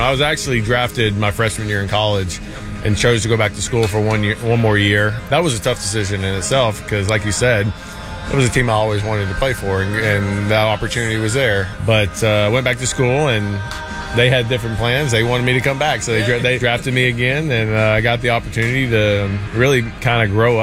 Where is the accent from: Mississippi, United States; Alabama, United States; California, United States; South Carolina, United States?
Alabama, United States; Huntsville; the opportunities that were given to me from growing up in Huntsville.